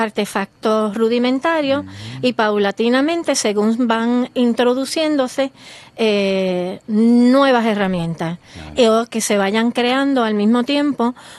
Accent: Guánica, Puerto Rico; Yo nací en Guánica, me crié en Guánica.

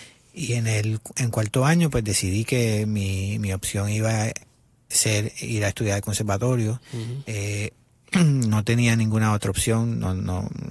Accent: Mayagüez, Puerto Rico; also born or lived in Añasco, Puerto Rico; Mira, yo crecí en Mayagüez, Puerto Rico, y luego mi crianza fue entre Mayagüez y Añasco.

